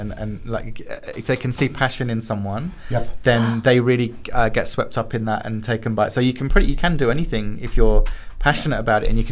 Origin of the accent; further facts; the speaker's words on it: Nottingham, East Midlands, United Kingdom; I got a little bit of that where I grew up in Nottingham.